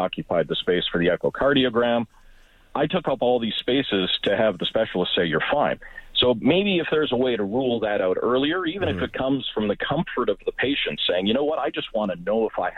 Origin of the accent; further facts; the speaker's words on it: Alberta, Canada; Well, I grew up in Alberta, but we were living in Newfoundland at the time.